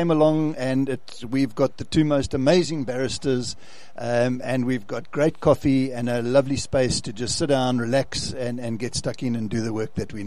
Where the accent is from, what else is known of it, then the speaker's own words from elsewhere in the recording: KwaZulu-Natal, South Africa; now in George, South Africa; We're previously from KZN.